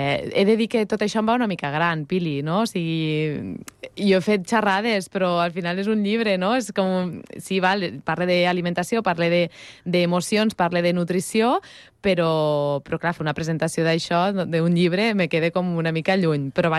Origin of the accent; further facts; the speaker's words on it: Almenar, Catalonia, Spain; Jo vaig estar treballant a la biblioteca d'Almenar del meu poble durant uns anys.